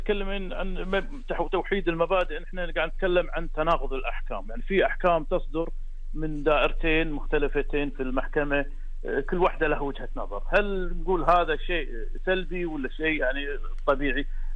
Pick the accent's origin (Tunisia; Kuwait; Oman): Kuwait; وهذه الظروف لا شك أنها تغيرت عندنا بالكويت